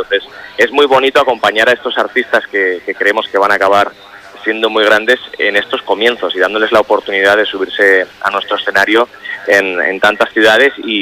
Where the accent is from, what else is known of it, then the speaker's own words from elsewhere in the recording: Castile and León, Spain; Pues mira, lo importante es alimentarse con botillo del Bierzo, de mi tierra, que es importante, ¿no?